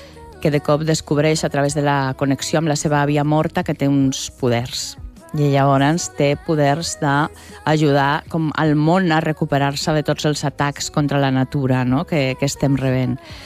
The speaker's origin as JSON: {"language": "Catalan", "town": "Zaragoza", "region": "Aragon", "country": "Spain", "moved": "as an adult", "lives_now": "Catalonia, Spain", "said": "jo vaig venir a estudiar a Barcelona, sóc de Saragossa, vaig venir a estudiar a Barcelona perquè a Saragossa encara no hi ha Facultat de Belles Arts"}